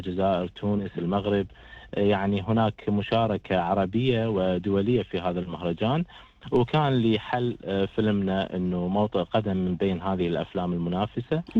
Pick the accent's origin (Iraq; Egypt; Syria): Iraq; طبعا كعراقي حس بهذا الخطر